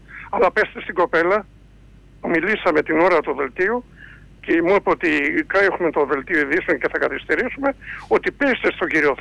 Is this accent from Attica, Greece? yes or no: yes; Attica, Greece; από τα Βόρεια Προάστια.